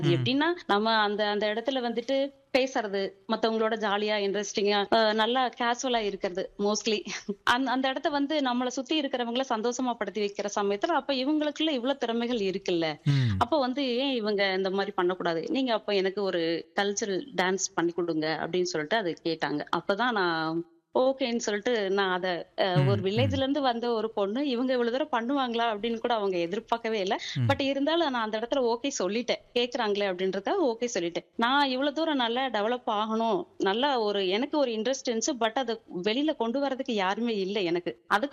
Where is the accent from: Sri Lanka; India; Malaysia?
India; Kallipatti, Tamil Nadu; born there; now in Govindapuram, Dindigul, India; நான் பிறந்தது வந்து கள்ளிப்பட்டி. நான் ஒரு கிராமத்துலதான் பிறந்தேன். ஆமா, கிராமத்துலதான் பிறந்தேன்.